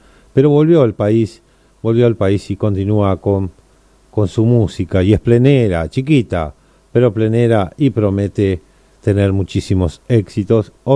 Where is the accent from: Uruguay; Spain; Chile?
Uruguay; para nosotros como uruguayos